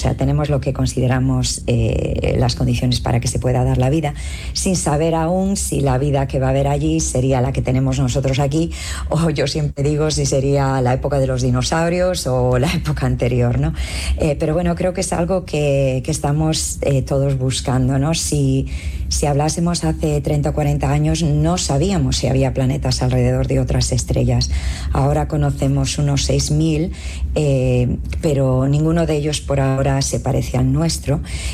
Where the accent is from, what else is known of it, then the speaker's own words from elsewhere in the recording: Galicia, Spain; born there; moved away; Y claro, España, yo vengo todos los años, me tira mucho, es donde nací, mi tierra gallega y toda España, ¿no?